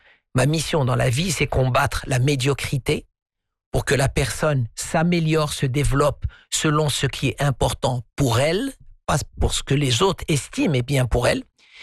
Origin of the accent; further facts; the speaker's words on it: Morocco; chez nous au Maroc